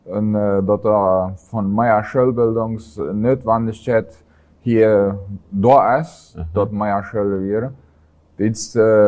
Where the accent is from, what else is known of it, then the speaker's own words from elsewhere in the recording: Filadelfia, Boquerón, Paraguay; also born or lived in Asunción; ich bin ein Assenzianer Bauer, aber die letzten Teile einfach hier in Philadelphia abgewachsen und ja, meine Kindheit und Jugend hier verlebt.